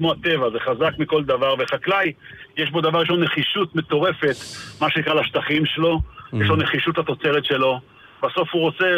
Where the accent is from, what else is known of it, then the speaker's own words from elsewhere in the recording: Be'eri, Southern District, Israel; moved away as an adult; זה איפה שגדלתי, איפה שגידלתי לילדים, איפה שרחבתי סוסים ואיפה שרחבתי אופניים.